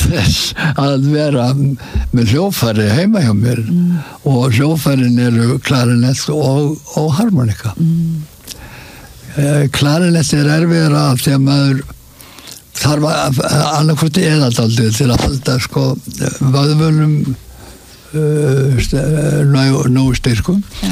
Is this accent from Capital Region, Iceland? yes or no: yes; Reykjavík, Capital Region, Iceland; Já, ég alinn upp í Reykjavík alveg með allir stórum staði þegar skilningi að ég alinn upp í tjörninni Reykjavík það ég fættist á Eiríksgötunni